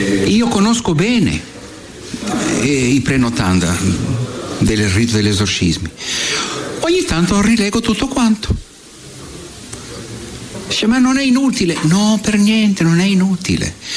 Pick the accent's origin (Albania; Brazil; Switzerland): Brazil; Io vengo dal Brasile e ne abbiamo giù, eh?